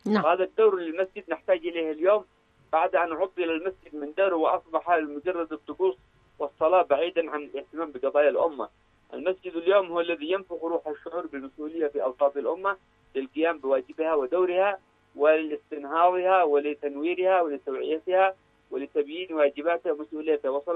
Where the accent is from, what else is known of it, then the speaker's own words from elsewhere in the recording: Yemen; ومفخر لنا كيمنيين